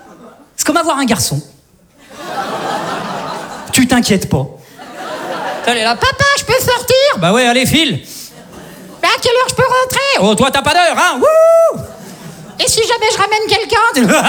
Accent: Saint-Étienne, Auvergne-Rhône-Alpes, France; Tu vois, moi, je viens de Saint-Étienne. Globalement, chez nous, t'as faim, tu prends une arbalète, tu vas chasser, ça s'arrête là, quoi.

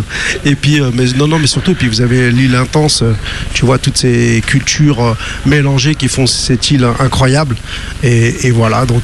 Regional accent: Réunion, France; Mais moi, c'est pour ça que je suis réunionnais, parce que j'aime la moukat, moi.

